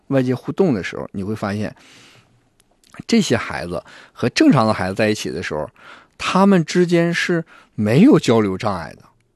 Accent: Northeast China, China; 这个我们东北人说是聊着别人

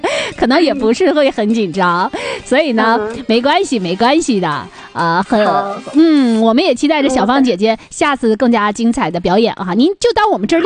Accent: Northeast China, China; accent: Northeastern; 用我们东北话说手拿把掐

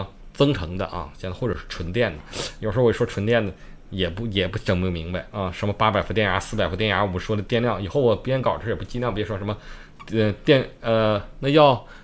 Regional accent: Northeast China, China; accent: Northeastern dialect; 用我们东北话

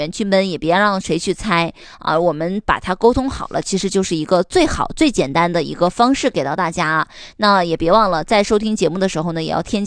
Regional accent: Northeast China, China; 我们东北这边还真的没有。

